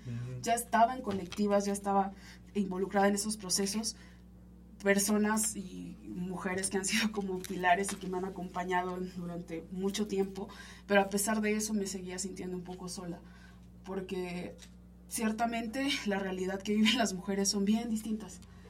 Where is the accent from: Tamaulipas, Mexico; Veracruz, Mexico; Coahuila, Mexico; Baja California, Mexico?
Veracruz, Mexico; Villa Oluta; moved away as an adult; now in Puebla, Mexico; hace 10 años, que fue justo cuando llegué a vivir a Puebla. Yo soy originaria del municipio de Villa Oluta, Veracruz